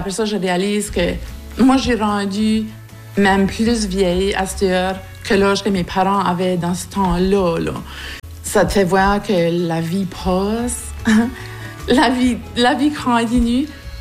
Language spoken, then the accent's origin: French; Shediac Ridge, New Brunswick, Canada; moved away as an adult; now in Pleasant Ridge, Canada; j'ai 51 ans. Je suis originaire de Shediac Ridge, autrement connue maintenant comme Roserville. Puis j'habite Pleasant Ridge depuis 1998, ça fait que j'ai deux chez nous à ce temps.